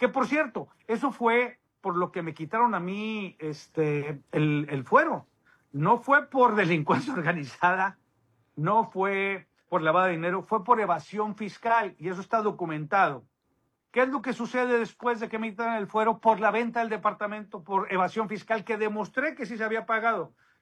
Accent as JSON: {"language": "Spanish", "country": "Mexico", "said": "¿Por qué está limitando los derechos que tenemos como mexicanos de poder tener dos o tres nacionalidades y aún así poder participar políticamente?"}